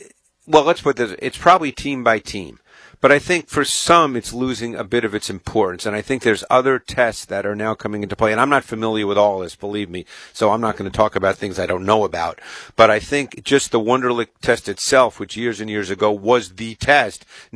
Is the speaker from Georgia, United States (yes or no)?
no; Queens, New York, United States; I know you're a Florida girl, but I grew up in Queens, and not a lot of high schools in New York City have football.